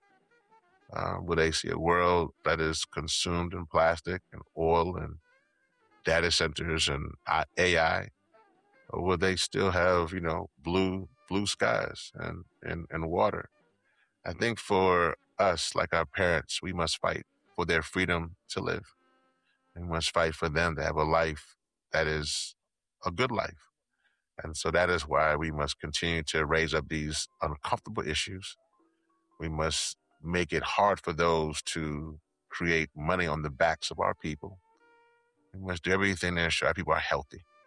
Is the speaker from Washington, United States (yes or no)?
no; Louisiana, United States; my home state, Louisiana